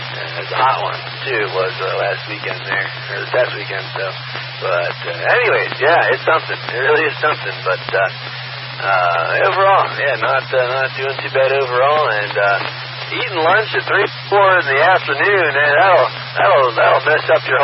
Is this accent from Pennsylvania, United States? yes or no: yes; Philadelphia, Pennsylvania, United States; growing up in Philadelphia